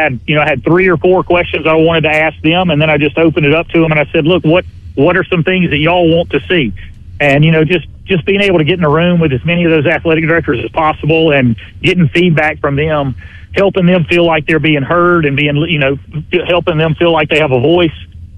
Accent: Canton, Mississippi, United States; I grew up. I grew up in Canton, and we were a AA school.

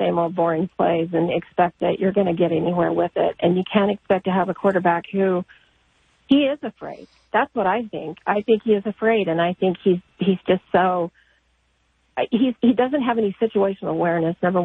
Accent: Oregon, United States; born there; now in Idaho, United States; No. I was born in Oregon. I live in Idaho, but we've been Packer fans all the way back.

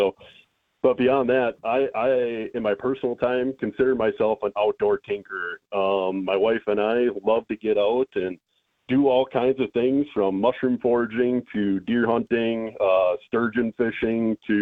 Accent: Wisconsin, United States; I went to school here in Wisconsin born and bred in Clark County, and grew up hunting a lot in Clark County and Taylor County, the National Forest area.

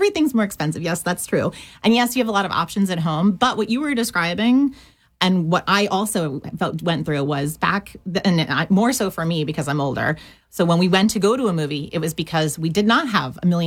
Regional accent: Union County, New Jersey, United States; I grew up in Union County.

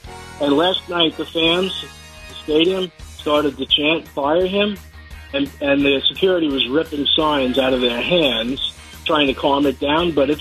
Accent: Floral Park, New York, United States; I grew up in Floral Park

